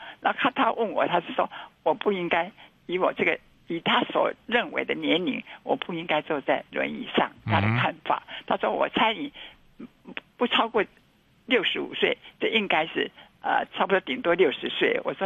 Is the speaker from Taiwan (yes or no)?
yes; Taiwan; 为我们住在台湾感到光荣， 是 为我们是台湾人感到光荣